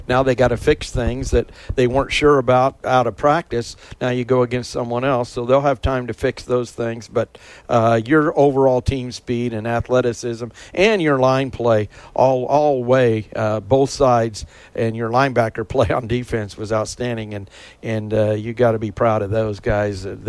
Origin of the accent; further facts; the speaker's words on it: Wabash, Indiana, United States; born there; moved away; also born or lived in Peru, Indiana; I can remember growing up in Wabash and then coming to Peru, and I was always a Peru Tiger after that.